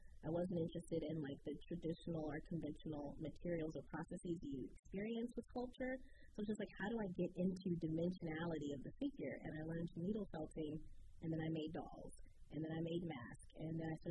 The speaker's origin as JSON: {"language": "English", "town": "Richmond", "region": "Virginia", "country": "United States", "tie": "born there", "said": "myself as an American, African-American artist born here"}